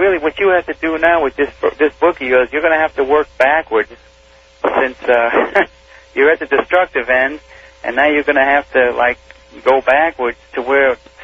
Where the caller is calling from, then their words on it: Chugiak, Alaska, United States; I am in Chugiak, Alaska.